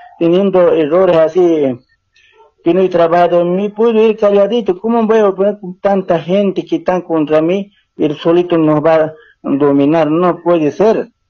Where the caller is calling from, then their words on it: Santa Cruz, Bolivia; Aquí en Santa Cruz